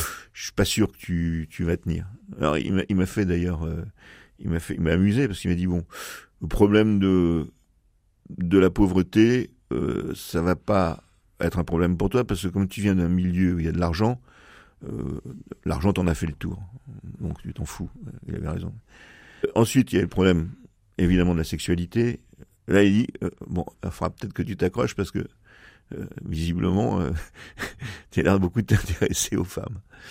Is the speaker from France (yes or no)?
yes; France; born there; je suis né en 1960, donc je suis né dans une France qui était sociologiquement encore chrétienne.